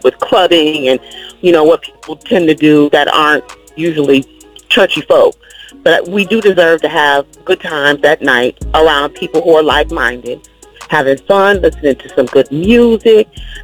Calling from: Detroit, Michigan, United States; I'm calling from the Detroit area.

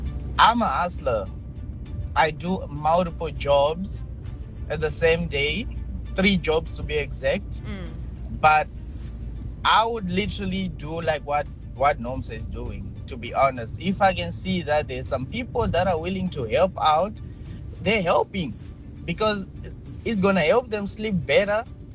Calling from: Western Cape, South Africa; I'm from Western Cape.

